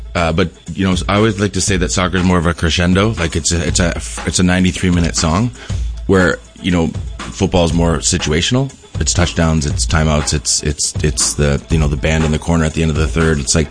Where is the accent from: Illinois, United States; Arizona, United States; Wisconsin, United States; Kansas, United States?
Wisconsin, United States; Green Bay; growing up in Green Bay